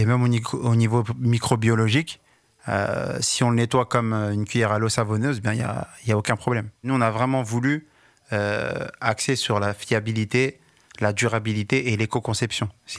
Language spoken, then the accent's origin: French; Compiègne, Hauts-de-France, France; moved away as an adult; also born or lived in Paris; Je suis originaire de Compiègne.